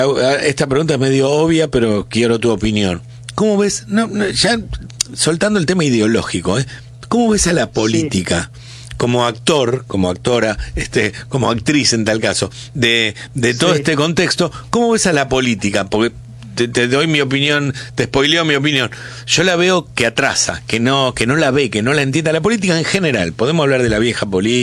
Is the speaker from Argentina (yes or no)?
yes; Argentina